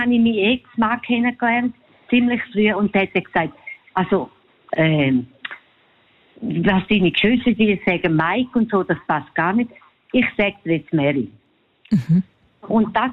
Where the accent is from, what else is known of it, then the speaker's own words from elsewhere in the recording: Graubünden, Switzerland; Also ich komme aus dem Bündnerland, meine Eltern haben mir immer Papa gesagt